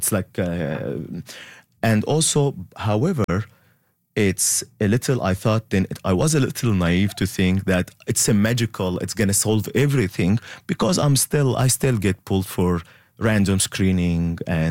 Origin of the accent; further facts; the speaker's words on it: Syria; now in Toronto, Canada; I went to bed that night only as Syrian, and I woke up the next day as a Canadian